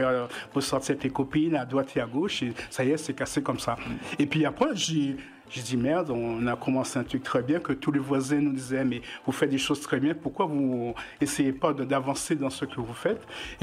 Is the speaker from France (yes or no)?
yes; Paris, Île-de-France, France; Je suis parisienne